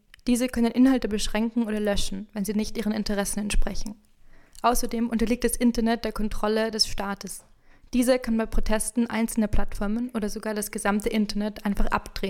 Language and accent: German; Austria; Bei uns in Österreich ist die Medienlandschaft natürlich anders aufgebaut als in Mexiko.